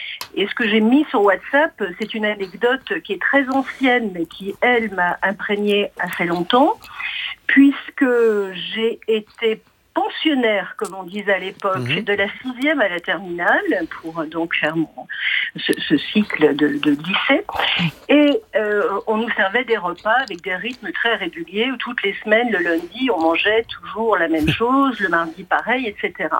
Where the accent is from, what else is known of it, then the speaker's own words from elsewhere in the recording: Lyon, Auvergne-Rhône-Alpes, France; now in Toulouse, France; J'appelle de Toulouse. Alors, mais très belle ville d'ailleurs. Absolument. Je suis lyonnaise, vous me direz. Et je préfère Lyon quand même.